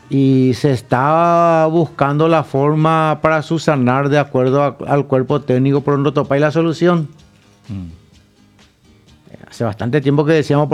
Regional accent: Pedro Juan Caballero, Amambay, Paraguay; nosotros los Pedro Juaninos, los que somos hinchas del Sportivo 2 de mayo

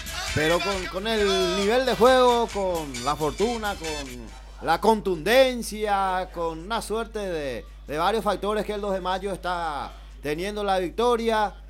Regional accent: Paraguay

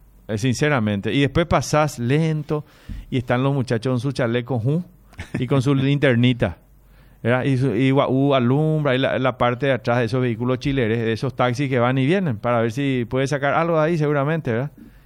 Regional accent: Ciudad del Este, Alto Paraná, Paraguay; Soy de Ciudad del Este, nací acá, paso el puente hace 35 años.

